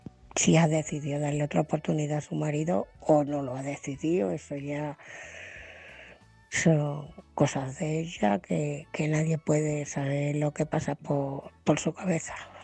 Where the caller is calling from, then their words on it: Ciudad Real, Castilla-La Mancha, Spain; de Ciudad Real.